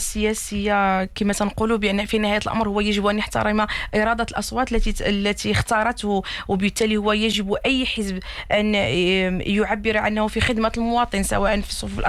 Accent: Morocco; عندنا في المغرب مثلا تنتكلموا على حكومة ائتلافية

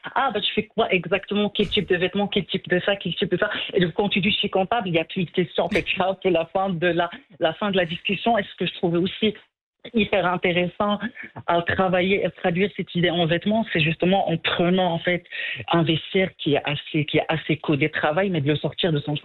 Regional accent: Morocco; c'est pas l'esthétique hyper visuelle qu'on avait l'habitude d'absorber en tant que Marocain.

